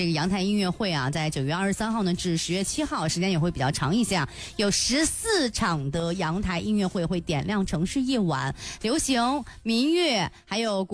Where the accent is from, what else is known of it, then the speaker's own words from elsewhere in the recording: Shanxi, China; 我就是本地人